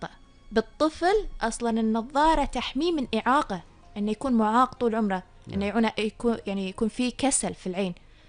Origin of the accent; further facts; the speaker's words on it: Kuwait; عندنا بالكويت